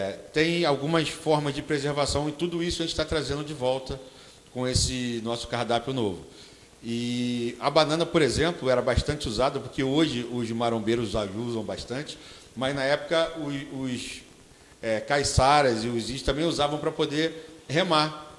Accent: Rio de Janeiro, Brazil; Eu sou do Rio.

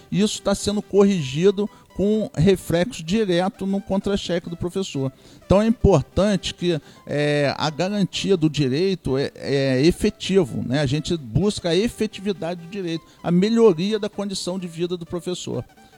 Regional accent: Niterói, Rio de Janeiro, Brazil; Eu sou de Niterói.

